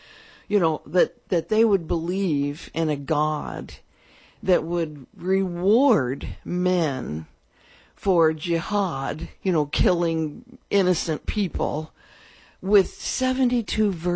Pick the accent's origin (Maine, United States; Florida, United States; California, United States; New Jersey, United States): California, United States; now in Tahlequah, United States; I grew up in California, surrounded by 11 million people, and I was one that couldn't wait to get away from that.